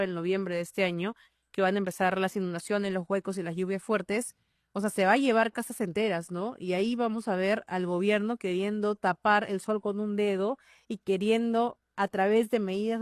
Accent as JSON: {"language": "Spanish", "country": "Peru", "said": "yo creo que ninguno como peruano va a querer que un gobierno fracase"}